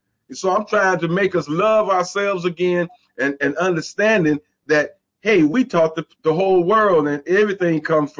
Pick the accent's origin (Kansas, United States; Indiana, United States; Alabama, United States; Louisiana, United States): Alabama, United States; You know, oh, no, I'm from Alabama.